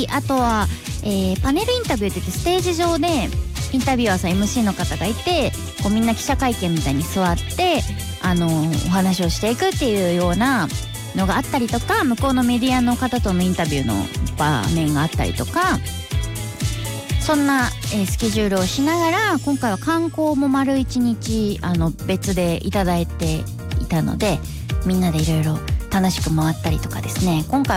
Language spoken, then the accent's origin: Japanese; Kansai, Japan; 関西人としては